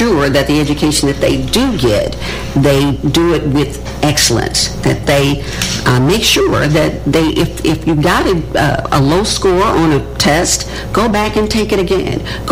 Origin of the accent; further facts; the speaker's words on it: Forrest City, Arkansas, United States; Yes, and I grew up in Far East City.